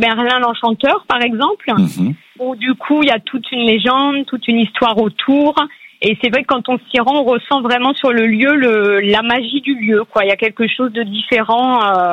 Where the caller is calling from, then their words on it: Revel, Occitanie, France; moi, j'habite à Revel, en Haute-Garonne, au sud de Toulouse.